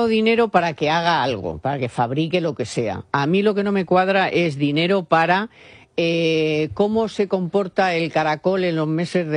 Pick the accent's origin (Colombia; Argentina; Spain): Spain; Miraflores de la Sierra, Community of Madrid; yo desde la plaza de mi pueblo, de Miraflores de la Sierra